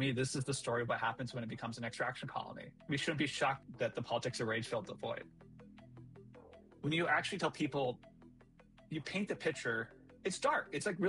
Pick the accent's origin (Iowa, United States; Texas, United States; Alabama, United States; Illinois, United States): Iowa, United States; Like, I'm from Iowa.